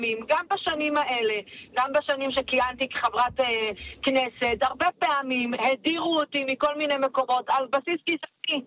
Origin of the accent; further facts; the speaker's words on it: the periphery, Israel; אני גדלתי בפריפריה.